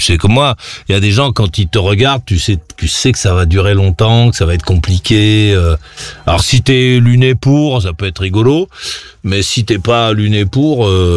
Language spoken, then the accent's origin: French; Coutances, Normandy, France; moi, je sais pas, je suis de Normandie.